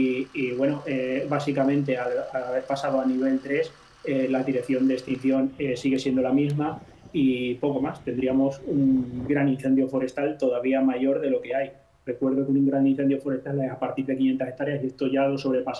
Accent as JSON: {"language": "Spanish", "town": "Ávila", "region": "Castile and León", "country": "Spain", "said": "soy de Ávila."}